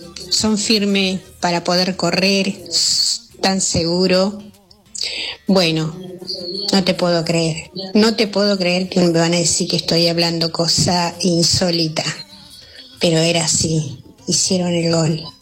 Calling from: Argentina; somos argentinos

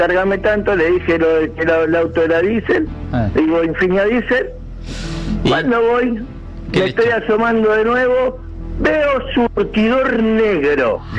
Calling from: Podestá, Buenos Aires Province, Argentina; Yo vivo en Podestá.

